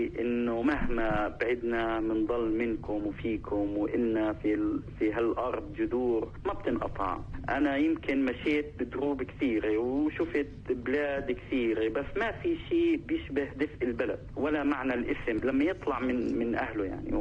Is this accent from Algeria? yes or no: no; Palestine; طبعا بقدم حالي اني فلسطيني، ما بحاول اجمل ولا ازوق، انه الانسان الواثق من اصله ما بده يشرح كتير.